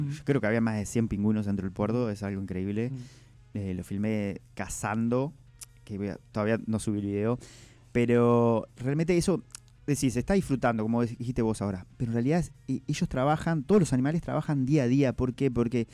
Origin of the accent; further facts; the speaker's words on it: La Paloma, Rocha, Uruguay; como uruguayos y como palomenses, rochenses, tenemos que sentirnos privilegiados de tener la ruta de las ballenas